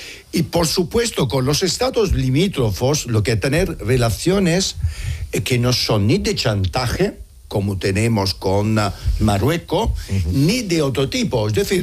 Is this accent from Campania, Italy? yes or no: no; Brindisi, Apulia, Italy; now in Spain; En Italia, en mi pueblo, hace años, no os acordaréis, llegaron 10.000 albaneses ocupando una ciudad, la ciudad de Brindisi, sí, que yo soy de ahí.